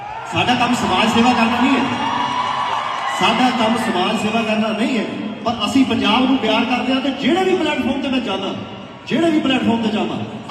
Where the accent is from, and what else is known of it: Punjab, India